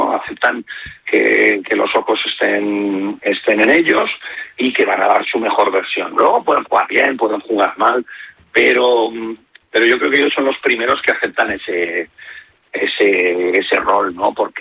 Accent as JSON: {"language": "Spanish", "town": "Madrid", "region": "Community of Madrid", "country": "Spain", "said": "yo soy de Madrid"}